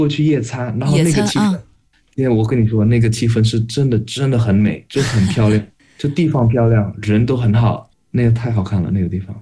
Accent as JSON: {"language": "Chinese", "country": "Indonesia", "moved": "as an adult", "lives_now": "China", "said": "我外公现在在印尼，我们所有家里人都在印尼，就我一个人现在留在中国"}